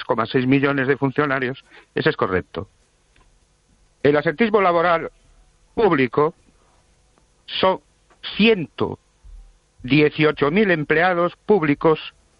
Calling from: Ourense, Galicia, Spain; de Orense.

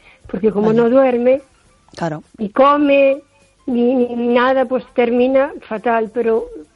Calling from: O Carballiño, Galicia, Spain; Hola, Esther. Buenas noches. … de Carballiño.

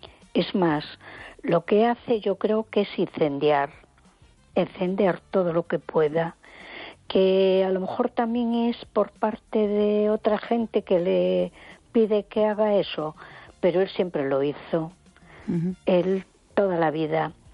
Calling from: A Coruña, Galicia, Spain; de Coruña.

